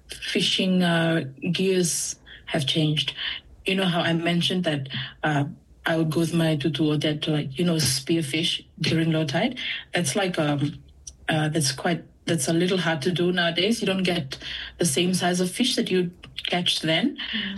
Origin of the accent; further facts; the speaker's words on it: Navakasiga district, Bua Province, Northern Division, Fiji; I'm from Nassau, which is the village, Navakasinga, which is the district, and Bua is the province.